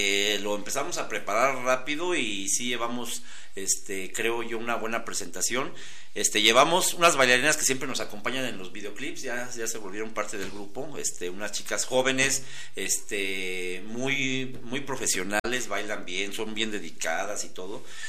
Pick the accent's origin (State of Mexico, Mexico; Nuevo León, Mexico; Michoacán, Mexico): Michoacán, Mexico; Zacapu; born there; moved away; Somos de Zacapu